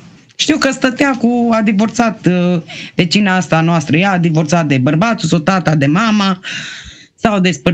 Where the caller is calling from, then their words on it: Petrila, Hunedoara County, Romania; Păi da, noi suntem din Petrila, din Petroșani. Deci noi aici stăm, eu, noi toți am locuit aici.